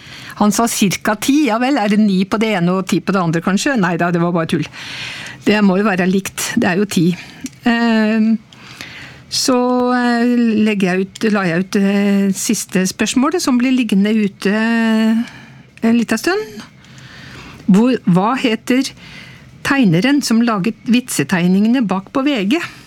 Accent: Rakkestad, Østfold, Norway; Ja, jeg vokste opp i Rakkestad. I Indre. Nesten inn ved Linnekleppen.

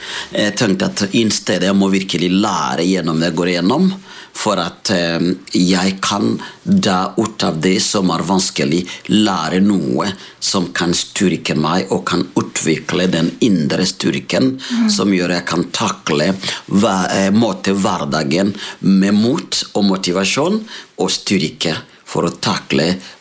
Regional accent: Burundi; Norwegian is a second language; now in Molde, Norway; Jeg kommer opprinnelig fra Burundi, men når folk spør meg sånn, jeg pleier å si at vi alle sammen er fra himmelen først og fremst, så gjennom Burundi da, da kom jeg til verden, fordi mine foreldre var fra Burundi.

